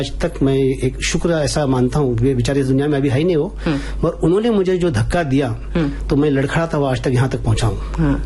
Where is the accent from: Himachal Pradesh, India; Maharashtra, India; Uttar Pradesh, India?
Maharashtra, India; Ratnagiri; मैं हूँ रत्नागिरी से बिलोंग करता हूँ … अब ऐसा है मैडम, हमारे गांव में तो इतना कोई इंडस्ट्री में या फिल्म लाइन में या ऐसे लोगों ऐसे कामों में कोई आगे नहीं था।